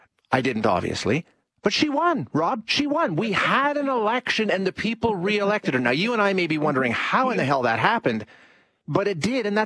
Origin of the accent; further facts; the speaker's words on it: Edmonton, Alberta, Canada; also born or lived in Calgary; I lived in Calgary for a few years when I was, in the early days of my career. But I grew up in Edmonton Gold Bar. I live in Edmonton Gold Bar now.